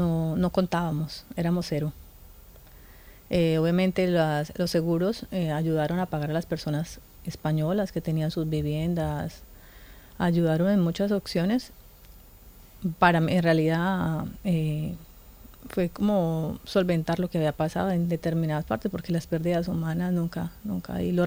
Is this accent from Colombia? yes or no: yes; Colombia; moved away as an adult; now in Catarroja, Spain; yo soy colombiana, llegué aquí hace aproximadamente 2 años, con todas las ilusiones de empezar de cero.